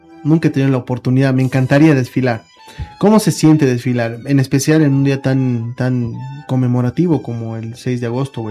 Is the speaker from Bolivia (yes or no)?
yes; Bolivia; porque soy boliviano